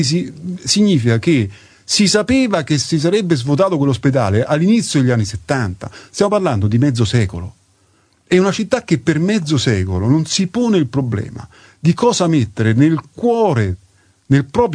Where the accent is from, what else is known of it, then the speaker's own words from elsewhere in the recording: Rome, Lazio, Italy; Invece ormai c'è l'idea che il politico è il pizzardone, lo dico da romana, è quello che pulisce le scale